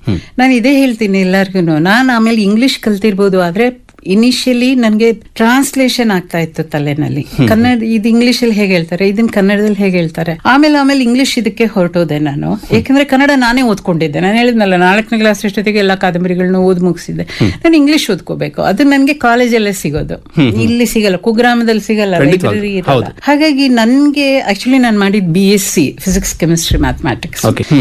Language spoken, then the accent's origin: Kannada; Kodlipet, Karnataka, India; moved away; also born or lived in Mysore; ನಾನು ಚಿಕ್ಕನಲ್ಲಿ ಬೆಳೆದಿದ್ದು ಕೊಡ್ಲಿಪೇಟೆನಲ್ಲಿ, ಅಲ್ಲಿ ನಾನು ಕನ್ನಡ ಮೀಡಿಯಂ ಅಲ್ಲೇ ಇದ್ದಿದ್ದು.